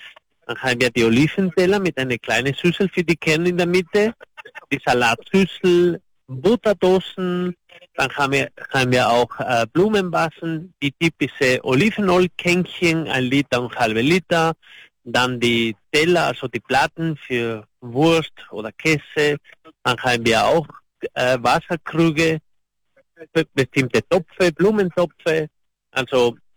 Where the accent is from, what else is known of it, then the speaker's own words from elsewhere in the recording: Andalusia, Spain; German is a second language; Das ist typische Keramik aus Andalusien, meine Heimat. Reine Handarbeit aus Südspanien.